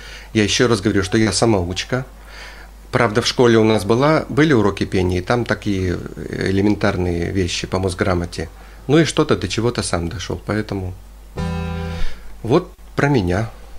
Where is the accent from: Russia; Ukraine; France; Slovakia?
Russia; Kaliningrad, Kaliningrad Oblast; born there; Учился в школе-интернате для слабовидящих детей в Калининграде.